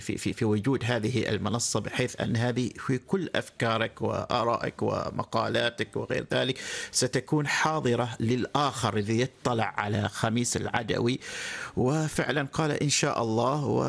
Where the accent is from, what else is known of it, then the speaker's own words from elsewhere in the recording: Oman; فيما يتعلق بالتفكير الديني عندنا في عمان